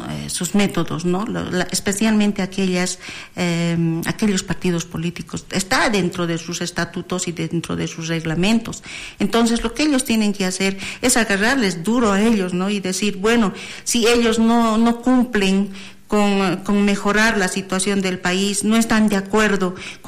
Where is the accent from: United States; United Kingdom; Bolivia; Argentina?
Bolivia; nosotros estamos sumidos como bolivianos.